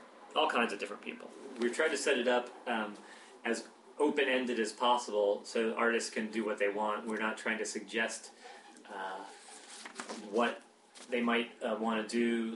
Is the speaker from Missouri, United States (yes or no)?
no; Baltimore, Maryland, United States; I grew up listening to in Baltimore or outside of Baltimore, listening to WFBR and listening to Baltimore Oriole games at night.